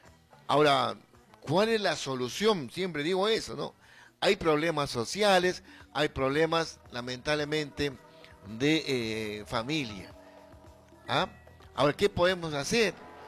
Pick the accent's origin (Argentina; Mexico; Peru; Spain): Peru